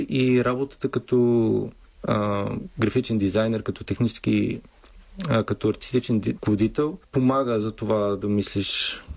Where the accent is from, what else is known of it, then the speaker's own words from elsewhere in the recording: Brazil; Примерно полинезийската митология, или въпреки че съм от Бразилия, нищо не знаех и за бразилската митология.